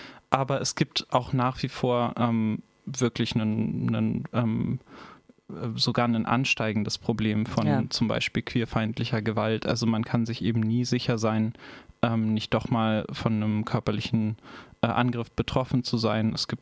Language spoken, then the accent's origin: German; Berlin, Germany; Ich komme aus Berlin.